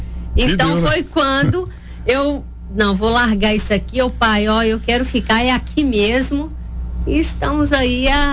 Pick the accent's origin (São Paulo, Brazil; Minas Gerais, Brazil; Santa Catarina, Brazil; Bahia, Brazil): Minas Gerais, Brazil; Coronel Fabriciano; Sou de Fabriciano, ali do Amaro Lanari.